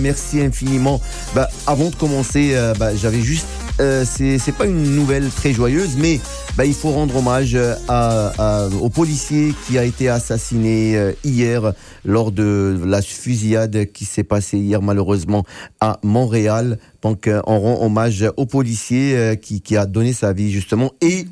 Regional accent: Algeria; now in Canada; il est de ma ville natale. Ses parents sont de ma ville natale en Algérie.

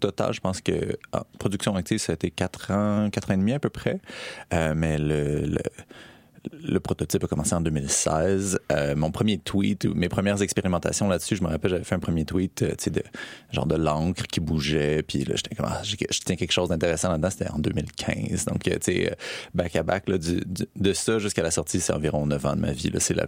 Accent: Montreal, Quebec, Canada; Oui, j'ai grandi à Montréal, dans le Mainland, avec deux parents qui habitaient là.

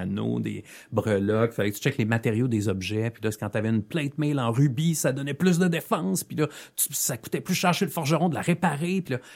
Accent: Quebec City, Quebec, Canada; moved away as an adult; now in Montreal, Canada; je viens de la ville de Québec. Donc, c'est là qu'on s'est rencontrés avant d'emménager dans la grande métropole.

